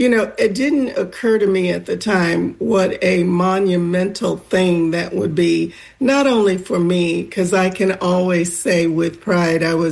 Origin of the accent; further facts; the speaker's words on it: Florida, United States; their memories and their experiences mirrored my own growing up in Northwest Florida during the time that we were talking about in the documentary.